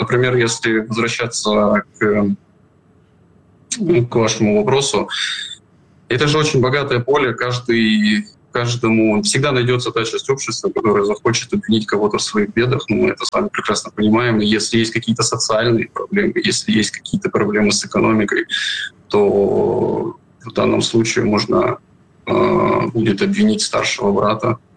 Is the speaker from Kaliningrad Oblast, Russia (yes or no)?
no; Krasnoyarsk Krai, Russia; Красноярский край. Я из Красноярского края. То есть у нас полуостров Таймыр